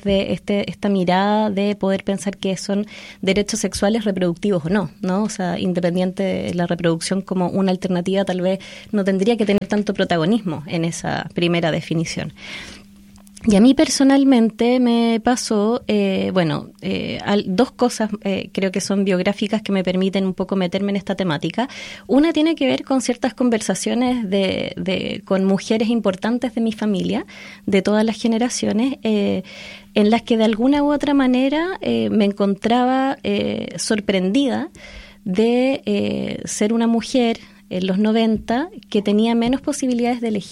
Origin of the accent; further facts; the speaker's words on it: Chile; moved away; Bueno, yo vengo de Chile